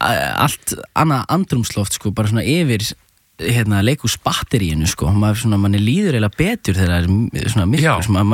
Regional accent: Reykjavík, Capital Region, Iceland; ég ólst upp í hérna í Árbænum, fyrst í Norlingaholtinu og svo í Ártúninu var ég Árbæðaskóla og hérna var æfa fótbolta með Fylki

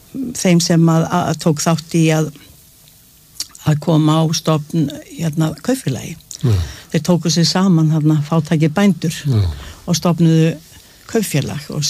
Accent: Capital Region, Iceland; ég alinn upp á Berðþórugötunni sem var eiginlega fátækra hverfi

